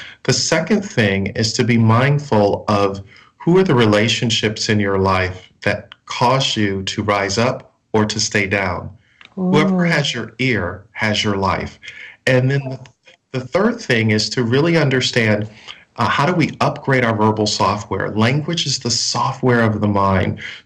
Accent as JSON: {"language": "English", "town": "Buffalo", "region": "New York", "country": "United States", "tie": "born or raised there", "said": "When I was 14 years of age, growing up in Buffalo, New York, I was playing basketball across the street from the house where I lived with my parents."}